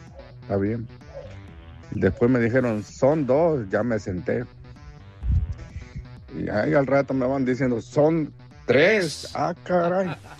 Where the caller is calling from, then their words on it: San Bernardino, California, United States; soy de San Bernardino, California.